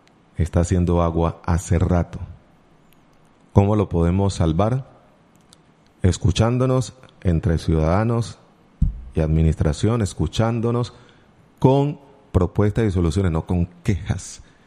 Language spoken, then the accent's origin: Spanish; Pacific region, Colombia; born there; de los que nacimos en el Pacífico, de los que vivimos aquí